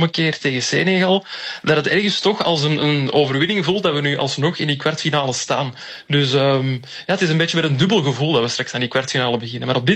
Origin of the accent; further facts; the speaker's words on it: Belgium; Wel, wij stellen ons vrij bescheiden op als Belgen.